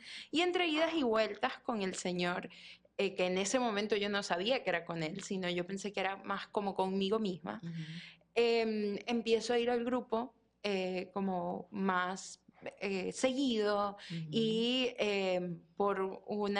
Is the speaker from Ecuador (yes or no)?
no; Venezuela; moved away; como mencionaste, soy venezolana. Llegué a este país hace 12 años